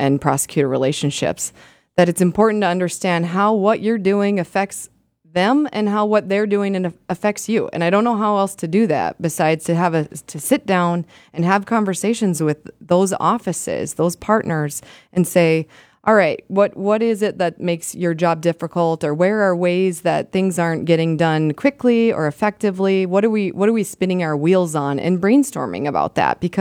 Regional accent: Moorhead, Minnesota, United States; I make sure they know that I'm born and raised in Moorhead. I'm a local kid, and I was in the military.

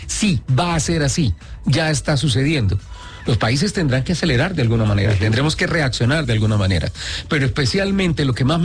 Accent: Colombia; Yo soy colombiano.

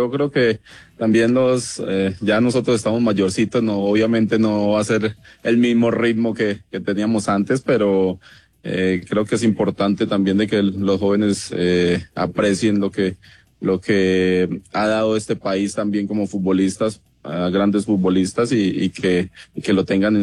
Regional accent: Apartadó, Antioquia, Colombia; born there; moved away; yo nací en una zona muy futbolera donde han salido grandes futbolistas en Colombia. Yo soy colombiano. Es una zona que se llama el Urabá antioqueño, apartado Antioquia. Y han salido muchísimos futbolistas, o hemos salido muchísimos futbolistas de alto nivel, y es una zona platanera, bananera, en Colombia

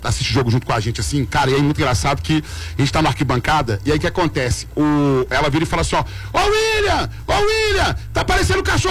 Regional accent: Minas Gerais, Brazil; Mas nós somos de Minas Gerais, gente.

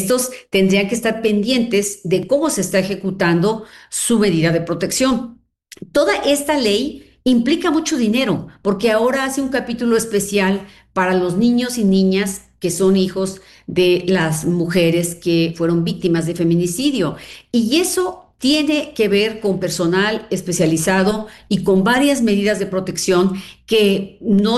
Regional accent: Hidalgo, Mexico; Mira, yo soy de Hidalgo.

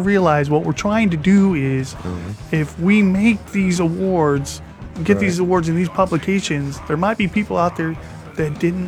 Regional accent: Australia

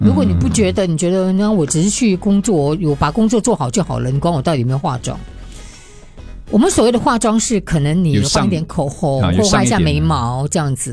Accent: Singapore; 这不是我们新加坡人的习惯。

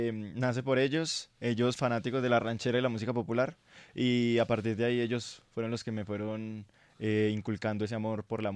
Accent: Manizales, Caldas, Colombia; Bueno, yo soy de Manizales Caldas, sí. Soy manizaleño, pero de familia caldense, mi papá es de La Dorada Caldas

